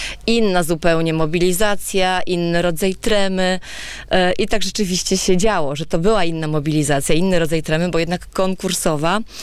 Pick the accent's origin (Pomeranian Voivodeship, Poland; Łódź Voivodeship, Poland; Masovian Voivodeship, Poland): Pomeranian Voivodeship, Poland; Połczyno; Ja z Połczyna